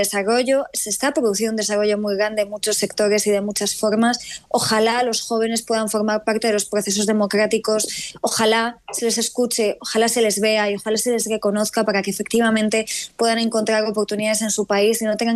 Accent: Morocco; now in Spain; Los que vivimos en España y somos marroquíes, seguimos atravesando calamidades en materia de extranjería

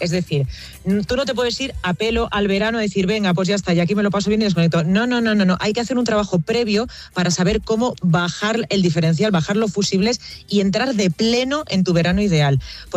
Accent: La Vall d'Uixó, Valencian Community, Spain; que yo soy de Baiduxó, que es un pueblo que está rodeado de montañas y que tiene el mar muy, muy, muy, muy cerquita, Moncófar, Chilches, Burriana, Nules, ¿no?

